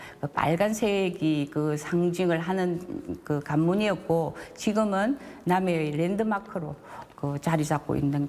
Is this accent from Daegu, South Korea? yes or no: yes; Daegu, South Korea; 저 아주 어렸을 때는 그 대구가 고향이거든요.